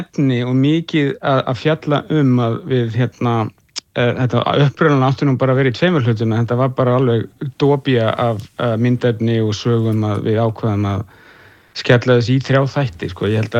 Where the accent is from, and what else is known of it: Reykjavík, Capital Region, Iceland; born or raised there